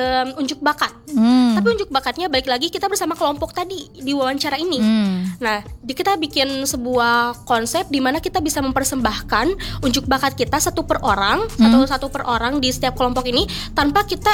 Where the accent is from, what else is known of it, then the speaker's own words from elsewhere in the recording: Sukabumi, West Java, Indonesia; Aku dari Sukabumi.